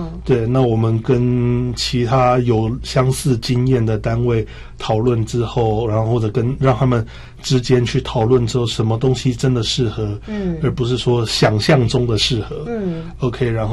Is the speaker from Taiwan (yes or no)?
yes; Taiwan; 我们台湾人尤其公庙